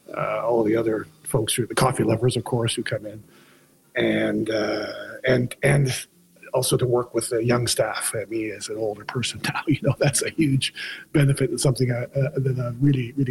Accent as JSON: {"language": "English", "town": "Halifax", "region": "Nova Scotia", "country": "Canada", "moved": "yes", "lives_now": "St. John's, Canada", "said": "I'm originally from Halifax."}